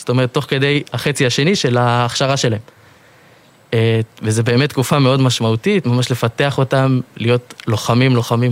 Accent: Ma'ale Adumim, Judea and Samaria, Israel; אני מגיע ממעלה אדומים, שם גדלתי כל חיי, בן 22 כבר

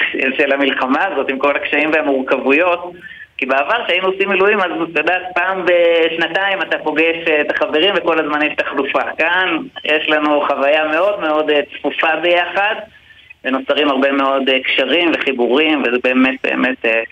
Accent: Kiryat Shmona, Northern District, Israel; אני נולדתי בקריית שמונה, בצל הקטיושות, זאת הייתה הילדות שלי

